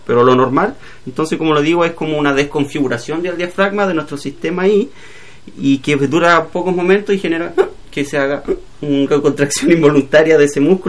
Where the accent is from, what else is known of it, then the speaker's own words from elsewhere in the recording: Maullín, Los Lagos, Chile; harta gente de Maullín lo conocía de mi pueblo.